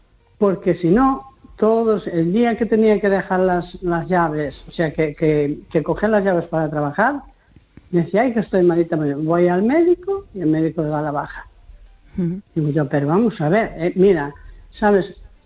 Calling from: A Coruña, Galicia, Spain; de la Coruña.

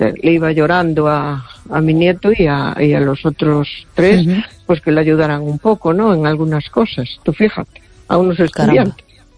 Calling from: A Coruña, Galicia, Spain; de Coruña.

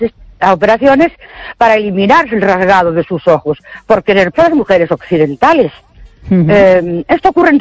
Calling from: Ourense, Galicia, Spain; de Ourense.

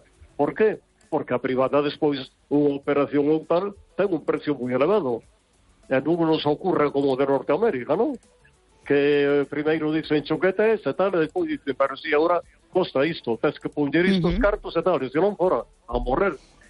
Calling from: Vigo, Galicia, Spain; Hola, buenas noches. Soy

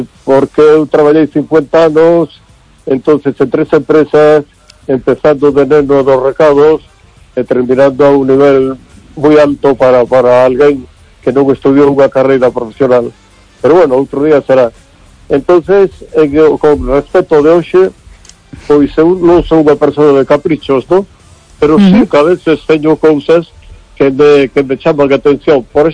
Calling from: Vigo, Galicia, Spain

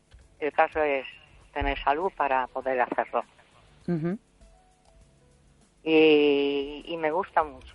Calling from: Vigo, Galicia, Spain; Buenas noches, Esther.

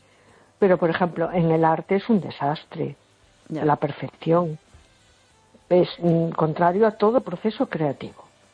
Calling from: A Coruña, Galicia, Spain; de Coruña.

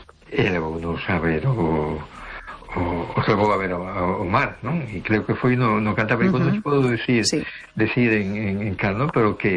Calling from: A Coruña, Galicia, Spain; … de Coruña, ¿qué tal?

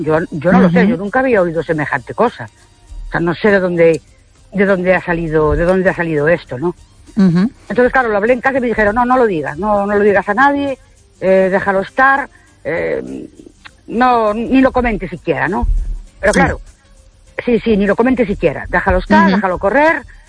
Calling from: Ourense, Galicia, Spain; de Ourense.

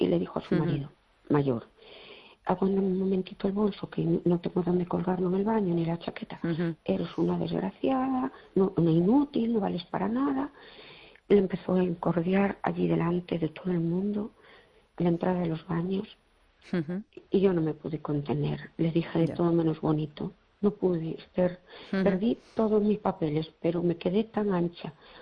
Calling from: Fene, Galicia, Spain

